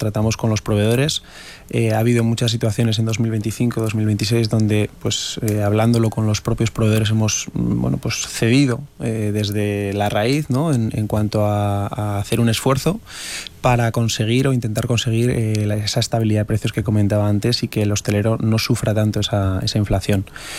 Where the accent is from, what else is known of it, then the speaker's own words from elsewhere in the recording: Navarre, Spain; particularmente como navarro que soy, me gusta mucho.